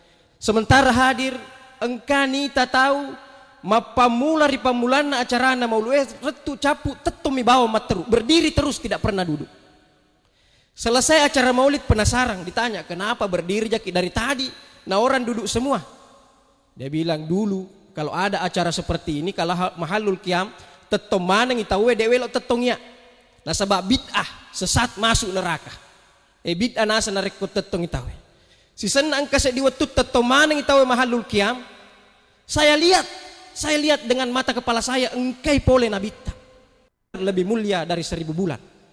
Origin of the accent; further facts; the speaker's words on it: South Sulawesi, Indonesia; kalau di kampung saya itu di Talak, di Bonto-Bonto